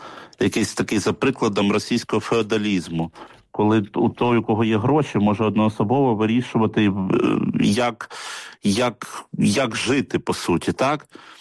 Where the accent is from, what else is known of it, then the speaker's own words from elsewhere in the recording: Kyiv, Ukraine; бо тому що я виріс на Троєщині, я виріс в Деснянському районі.